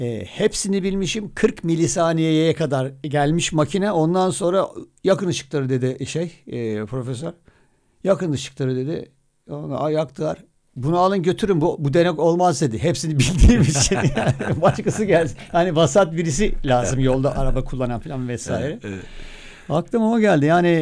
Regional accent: Black Sea Region, Turkey; Ben de biz Karadenizliyim ya ben Las Kıfası.

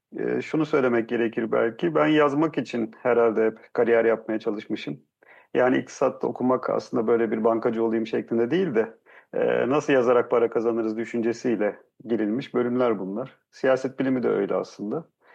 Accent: İzmir, Turkey; Biz İzmirliyiz. İzmir'de doğdum. İlkokulu da burada okudum.

